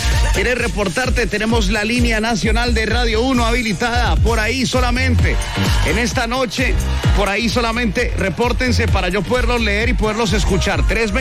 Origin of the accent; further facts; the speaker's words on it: Arba, Caldas, Colombia; also born or lived in Aguadas; Yo nací en Caldas, en Aguadas Caldas, allí nací en el Hospital San José de Aguadas Caldas, pero crecí, me crié, estudié en el corregimiento de Arba Caldas.